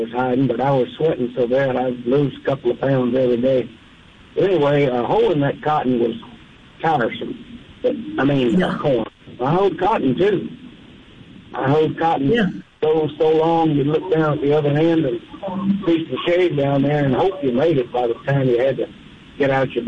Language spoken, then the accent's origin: English; Mississippi, United States; Okay, I grew up on Mississippi State campus.